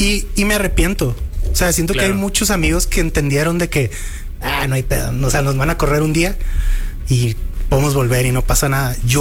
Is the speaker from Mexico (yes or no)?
yes; Culiacán, Sinaloa, Mexico; Me pasaba mucho cuando llegué de Culiacán. O sea, me sentía como que venía como del rancho, así como de que la ciudad chiquita.